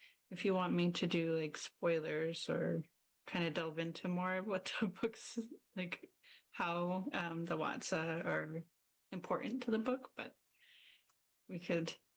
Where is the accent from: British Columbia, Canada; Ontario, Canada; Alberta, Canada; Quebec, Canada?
British Columbia, Canada; also born or lived in Kitlope; I am from the Tsimshian, Haisla, and Haltzik Nation. So Tathgu is Gitgat, also known as Hartley Bay. Gitlachmadam is Kitimat. But I'm also from Miskusa, Kitlope.